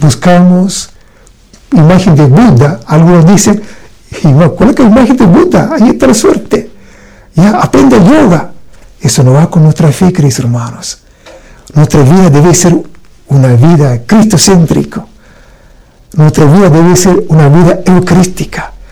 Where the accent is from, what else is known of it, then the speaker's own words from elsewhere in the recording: India; Tristemente, queridos hermanos, yo soy un sacerdote de la India, le voy a tomar un tiempecito.